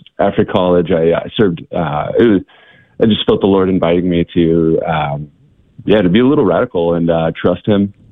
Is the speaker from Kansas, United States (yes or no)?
yes; Kansas, United States; So I'm originally from Kansas, so that's where I grew up. Went to University of Kansas, and you know, grew up Catholic